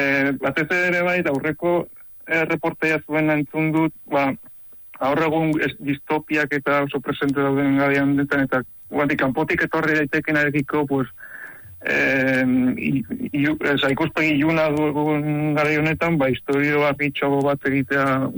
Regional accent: San Sebastián, Basque Country, Spain; now in Errenteria, Spain; ni Donostiarra naiz, Errenterian bizi naiz

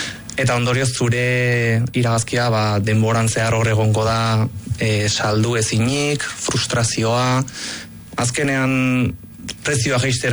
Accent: Hernani, Basque Country, Spain; ni Hernaniarra naiz, beti herrian bizitua

